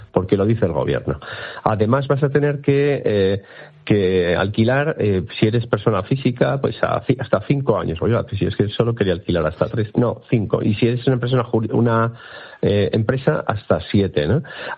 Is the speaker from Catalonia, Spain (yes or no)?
no; Bilbao, Basque Country, Spain; yo que soy de Bilbao y siempre pongo el ejemplo muy sencillo